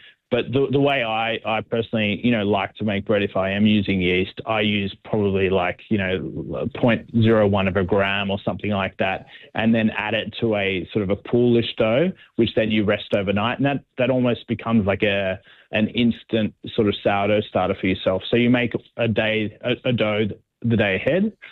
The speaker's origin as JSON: {"language": "English", "town": "Sydney", "region": "New South Wales", "country": "Australia", "also_born_or_lived": "Melbourne", "said": "Well, yeah, I was you know, living in Sydney. I'm from Sydney originally."}